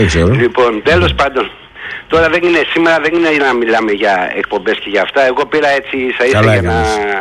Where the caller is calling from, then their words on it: Attica, Greece; είμαι πιο έξω από την Αθήνα.